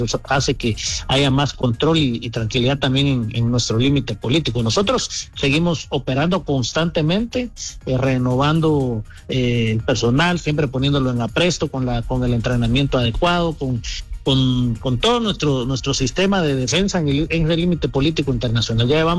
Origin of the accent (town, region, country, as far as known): Guatemala